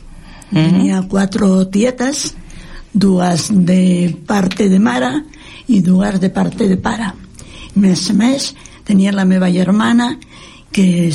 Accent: Aragon, Spain; Catalan is a second language; moved away; Jo soc d'Aragó, de la part de les cinc villas.

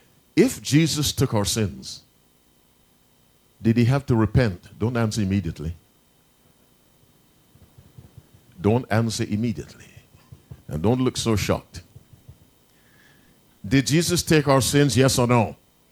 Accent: Barbados; moved away; I'm originally from Barbados

